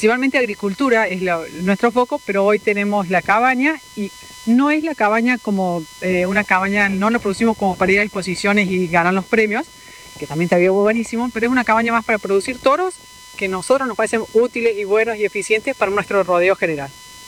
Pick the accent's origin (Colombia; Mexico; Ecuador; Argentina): Argentina; moved away as an adult; nosotros somos de Argentina